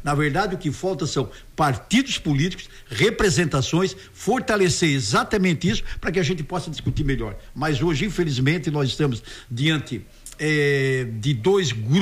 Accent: Braço do Norte, Santa Catarina, Brazil; also born or lived in Itajaí; eu nasci lá em Braço do Norte. E quando eu nasço em Braço do Norte, eu nasço de um pai operário, meu pai era operário de uma fábrica de espelho, da Espelho Santa Luzia, e a minha mãe era uma dona de casa.

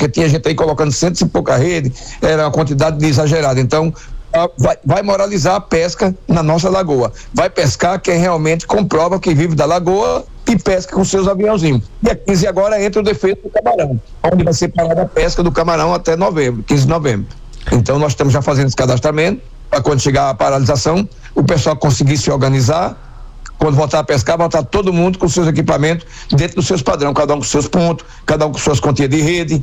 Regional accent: Northeast Region, Brazil; now in Laguna, Brazil; Quando eu cheguei aqui nas épocas, em 80, né? Que eu sou nordestino, cheguei em 80 aqui

